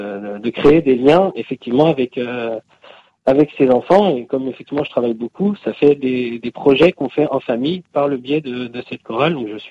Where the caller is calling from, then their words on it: Provence-Alpes-Côte d'Azur, France; je suis effectivement à la limite entre Monaco et Nice